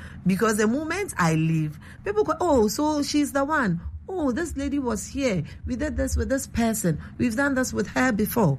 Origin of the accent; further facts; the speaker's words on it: Takoradi, Western Region, Ghana; though I am a Western region girl, I grew up in Takoradi, I know the region very well